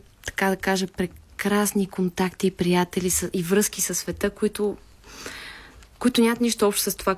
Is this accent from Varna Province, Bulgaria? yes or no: yes; Varna, Varna Province, Bulgaria; Си говорим за море, че съм от Варна.